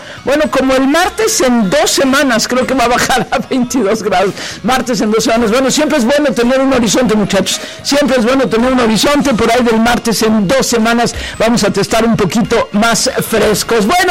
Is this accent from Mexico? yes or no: yes; Mexico City, Mexico; para los que somos chilangos, que nos quejamos de absolutamente todo